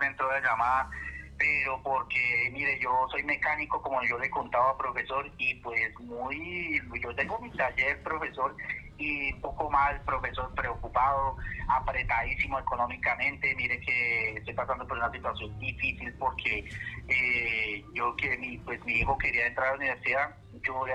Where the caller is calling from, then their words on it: Salgar, Cundinamarca, Colombia; De aquí, de Salgar, Cundinamarca, profesor.